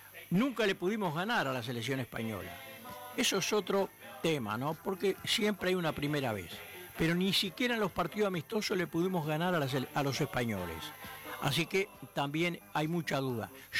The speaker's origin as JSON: {"language": "Spanish", "country": "Uruguay", "said": "Así somos los uruguayos."}